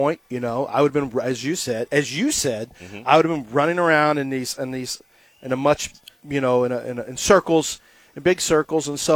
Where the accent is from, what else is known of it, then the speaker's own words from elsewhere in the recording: Chile; now in Galveston, United States; I'm from Chile.